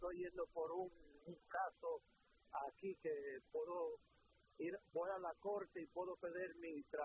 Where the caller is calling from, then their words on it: Newark, New Jersey, United States; De Newark, New Jersey.